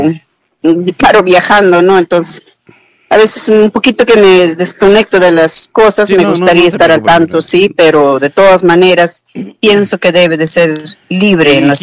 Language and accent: Spanish; Cerro de Pasco, Pasco, Peru; moved away as an adult; now in Villa Rica, Peru; Yo soy de Cerro de Pasco. Ya vivo acá 24 años. Ahora soy villarricense.